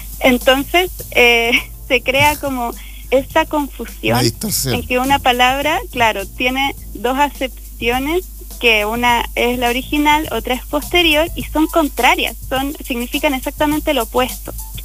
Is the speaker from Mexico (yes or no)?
no; Punta Arenas, Magallanes and Chilean Antarctica, Chile; now in Santiago, Chile; nací en el espacio que habito ahora, pero extraño el lugar en donde crecí, en donde me criaron, de donde fui siempre